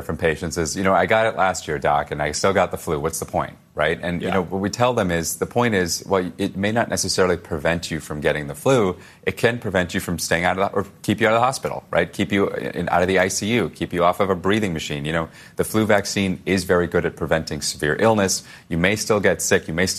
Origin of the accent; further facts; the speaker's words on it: Arizona, United States; now in New York, United States; in my home state of Arizona.